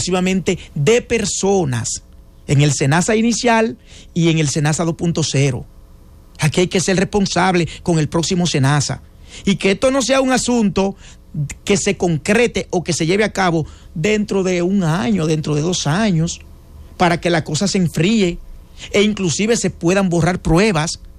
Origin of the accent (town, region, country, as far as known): Dominican Republic